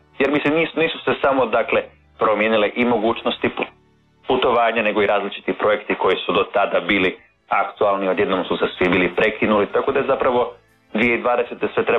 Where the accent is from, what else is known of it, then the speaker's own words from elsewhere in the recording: Vrbovec, Zagreb County, Croatia; moved away as an adult; odrastao sam jedan dio u Vrbovcu i drugi u Zagrebu. Dakle, sve unutar jedne, rekao bih, vrlo, vrlo bliske zone, tako da Vrbovec je 40 km od Zagreba